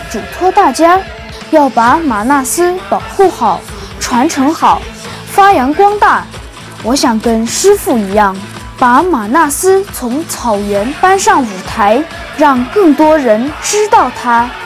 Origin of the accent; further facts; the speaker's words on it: Wuqia County, Xinjiang, China; 我的家乡在祖国最西部的乌恰县